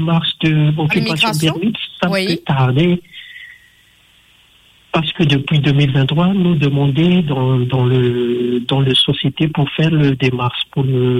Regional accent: Madagascar; now in Mauritius; Oui, je suis malgache.

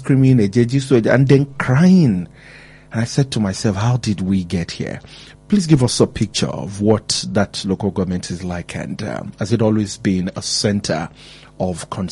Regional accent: Ibadan, Oyo, Nigeria; I grew up in old Bodija from one tail end of the estate to the other tail end of the estate.

